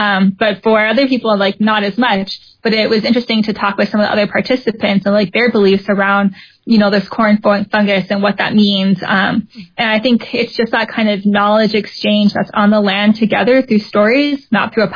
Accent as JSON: {"language": "English", "region": "Southwest", "country": "United States", "tie": "born or raised there", "said": "I grew up in the Southwest around a lot of like Tewa Pueblos."}